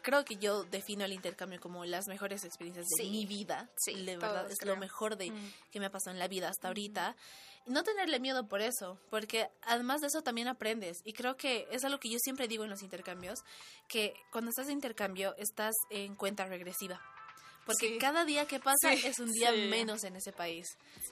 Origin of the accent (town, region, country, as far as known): Bolivia; now in Mexico